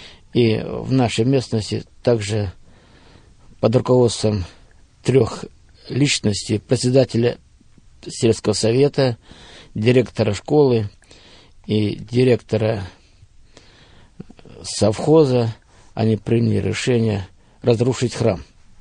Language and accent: Russian; Progress, Bryansk Oblast, Russia; Ну, мы родились на Брянщине, поселок Прогресс. Отец наш был пастырем, мы родились в христианской семье, наша была большая семья, 14 человек, я был в семье 13-й.